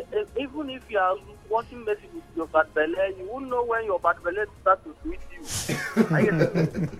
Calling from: Port Harcourt, Rivers, Nigeria; calling from Port Harcourt.

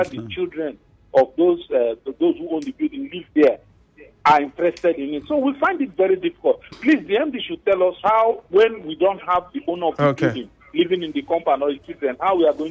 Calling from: Port Harcourt, Rivers, Nigeria; I'm calling from Port Harcourt Township.

